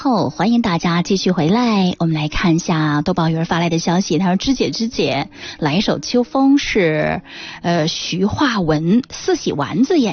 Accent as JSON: {"language": "Chinese", "country": "China", "said": "我们中国人有一句老话"}